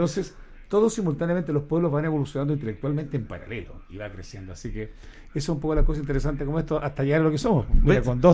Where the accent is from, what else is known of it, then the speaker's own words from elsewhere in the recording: Cabildo, Valparaíso, Chile; Yo siempre he dicho, soy de Cabildo y del Bellavista.